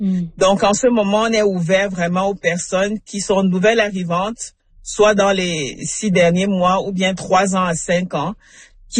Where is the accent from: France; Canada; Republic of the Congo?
Canada; tous les Canadiens, on a des problèmes. Quand on est parent, on met la santé en arrière. Quand on est Canadien, on a des problèmes dans le système de santé.